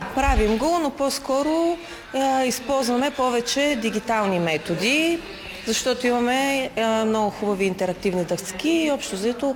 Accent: Krupnik, Blagoevgrad Province, Bulgaria; Да, от Крупник сме, да.

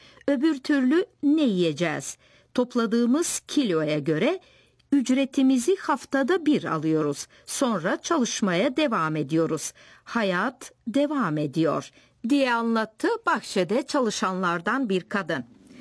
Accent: Dobruja, Bulgaria; benim memleketimde olan Dobruca'da

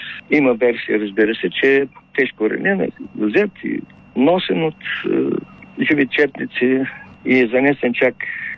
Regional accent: Asenovgrad, Plovdiv Province, Bulgaria; moved away as an adult; now in Sliven, Bulgaria; Аз дори съм от Асеновград. И 50 и няколко години живея тук в Сливен.

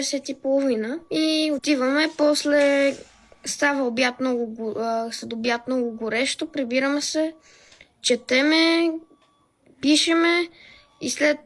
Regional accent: Sofia, Sofia City, Bulgaria; Да. От София сме и идваме тук цяло лято.

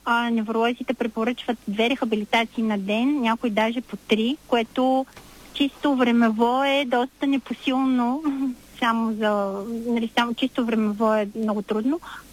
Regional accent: Plovdiv, Plovdiv Province, Bulgaria; От Пловдив сме.

